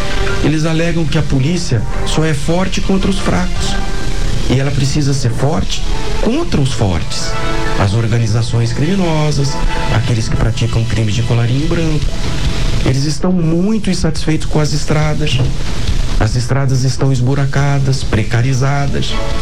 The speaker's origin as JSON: {"language": "Portuguese", "town": "Campo Grande", "region": "Mato Grosso do Sul", "country": "Brazil", "tie": "born there", "said": "Eu nasci em 1969, no dia 18 de agosto, na Cândido Mariano, aqui em Campo Grande."}